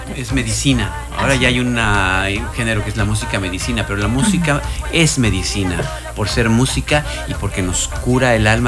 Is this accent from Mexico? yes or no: yes; Puerto Morelos, Quintana Roo, Mexico; nuestro Puerto Morelos querido. Llevamos toda la vida ahí